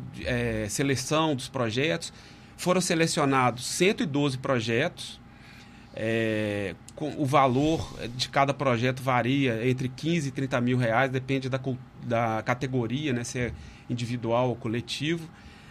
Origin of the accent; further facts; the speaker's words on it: Minas Gerais, Brazil; now in Maceió, Brazil; eu não sou daqui de Maceió. Tem 3 anos que eu moro aqui.